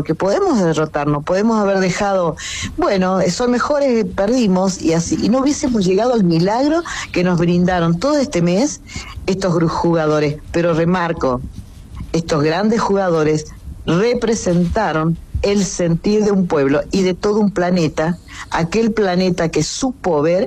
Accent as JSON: {"language": "Spanish", "country": "Argentina", "said": "puedo también sentirme orgullosa, no solamente como argentina. Qué bueno que seamos argentinos"}